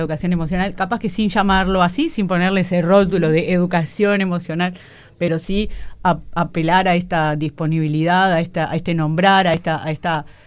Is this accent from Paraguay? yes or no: no; Uruguay